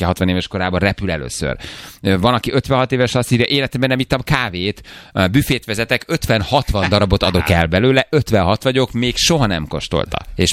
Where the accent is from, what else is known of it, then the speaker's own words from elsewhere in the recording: Szabolcs-Szatmár-Bereg, Hungary; Szabolcsi vagyok, sok ember van így, a Balcsit sem látták.